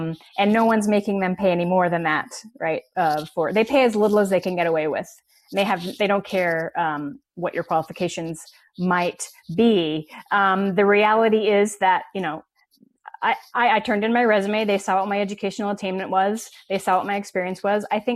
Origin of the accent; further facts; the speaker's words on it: Utah, United States; moved away; also born or lived in New York City; I was living in New York City at the time. I moved back to my home state of Utah